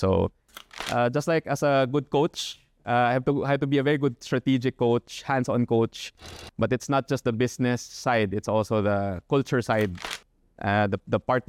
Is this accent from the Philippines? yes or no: yes; Philippines; I take pride on being Filipino.